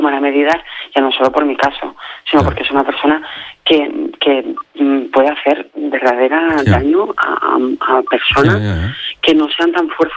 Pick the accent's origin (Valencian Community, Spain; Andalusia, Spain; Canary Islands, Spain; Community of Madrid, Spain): Valencian Community, Spain; Nosotros somos valencianos.